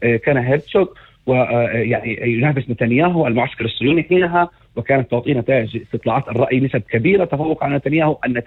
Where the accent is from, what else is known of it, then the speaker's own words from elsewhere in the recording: Palestine; نحن كفلسطينيين